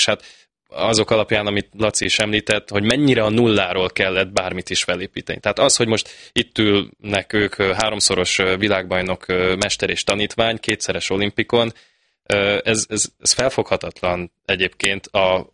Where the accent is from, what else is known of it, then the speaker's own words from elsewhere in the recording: Debrecen, Hajdú-Bihar, Hungary; amikor bejutottunk a legjobb 8 közül egy országos bajnokságon, debreceniként, meg egyáltalán vidékiként, hát néztek ránk, hogy ezek meg honnan jöttek